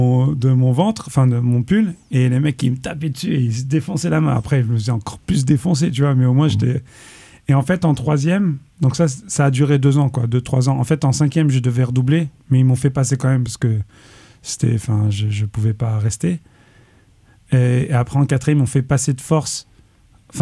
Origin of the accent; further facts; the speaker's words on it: Paris, Île-de-France, France; On est tous de Paris.